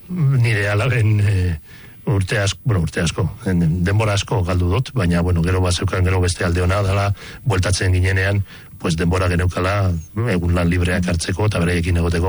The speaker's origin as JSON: {"language": "Basque", "town": "Amorebieta-Etxano", "region": "Basque Country", "country": "Spain", "second_language": "Basque", "moved": "as an adult", "lives_now": "Mungia, Spain", "said": "izatez Zornotzarra, Amorebieta etxanokoa, oin urte nahiko txuia mungia partean bizinaz"}